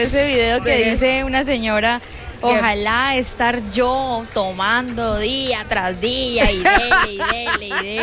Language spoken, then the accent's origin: Spanish; Bucaramanga, Santander, Colombia; nosotros como santandereanos, como bumangueses